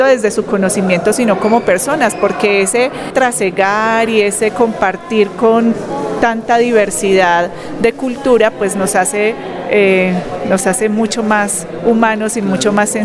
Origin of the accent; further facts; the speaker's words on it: Cesar, Colombia; also born or lived in Manizales / Cartagena; Yo soy manizaleña, pero cesarense de corazón. Toda mi infancia o parte de mi infancia viví en La Gloria Cesar, en Aguachica Cesar, en el Bolívar también viví, en Cartagena.